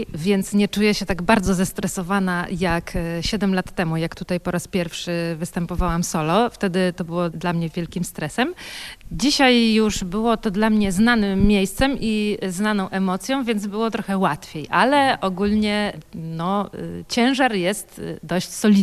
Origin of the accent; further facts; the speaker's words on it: Kartuzy, Pomeranian Voivodeship, Poland; born there; urodziłam się w Kartuzach.